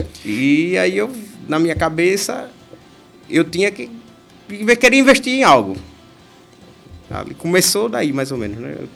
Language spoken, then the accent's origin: Portuguese; Lagarto, Sergipe, Brazil; also born or lived in Aracaju; Filho da terra, nascido em Lagarto, nascido e criado em Lagarto.